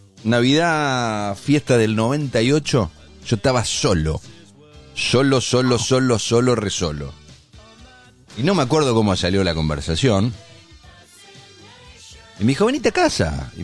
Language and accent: Spanish; Argentina; Somos todos argentinos, somos distintos, somos diversos.